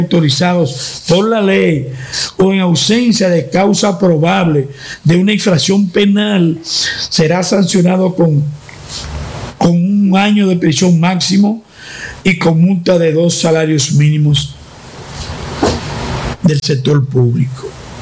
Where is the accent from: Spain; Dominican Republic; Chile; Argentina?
Dominican Republic; Baní, Peravia; En específico a mi pueblo Baní.